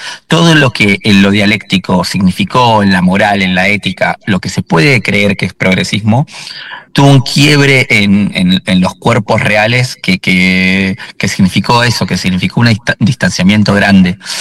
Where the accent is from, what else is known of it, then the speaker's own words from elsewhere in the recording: Bolivia; yo previamente ya sabía que todo lo libertario iba a apuntarme a mí como migrante boliviano